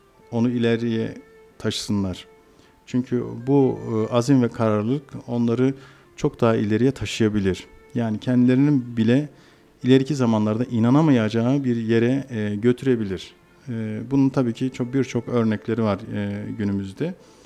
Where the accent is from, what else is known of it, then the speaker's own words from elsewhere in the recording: Iğdır, Turkey; now in Ankara, Turkey; Şimdi ben Iğdır'ın iline bağlı bir köyünde doğdum. Halfeli köyünde. Yaklaşık 4000 nüfuslu bir köyde başladım. İlkokulu köyde tamamladım.